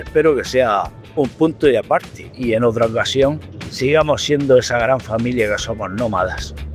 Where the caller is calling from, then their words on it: Murcia, Region of Murcia, Spain; desde la carretera, soy de Murcia.